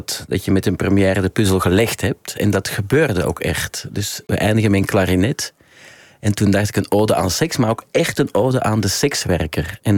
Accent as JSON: {"language": "Dutch", "country": "Belgium", "tie": "born there", "also_born_or_lived": "Amsterdam", "moved": "as an adult", "said": "Nee, ik was 19. Ik kwam van een boerengehucht uit België. Ik kwam in Amsterdam terecht. Ik ging hier studeren, in Nederland."}